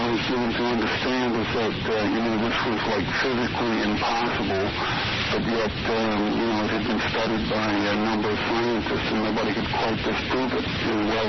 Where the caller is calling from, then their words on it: Las Vegas, Nevada, United States; From Las Vegas.